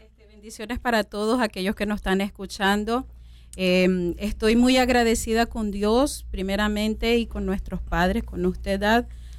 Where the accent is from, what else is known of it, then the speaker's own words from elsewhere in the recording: Zulia, Venezuela; Soy venezolana, vengo de Venezuela, de una familia pobre. En el estado del Zulia, en Venezuela. Y nosotros nacimos en una familia bastante pobre, pero muy disfuncional.